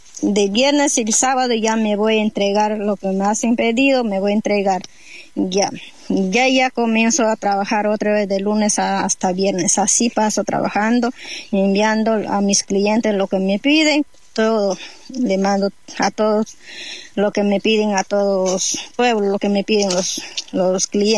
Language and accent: Spanish; Lago Agrio, Sucumbíos, Ecuador; moved away; Yo soy quichua, soy del Lago Agrio.